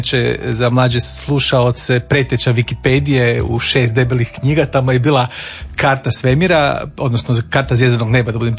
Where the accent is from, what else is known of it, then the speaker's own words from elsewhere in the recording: Samobor, Zagreb County, Croatia; inače odrastao sam ja u Samoboru, znate, na jednom brdu kraj Samobora i kad sam se kao učenik vraćao doma, često je bilo mrak, jer nije bila tad još povučena rasvjeta do mog sela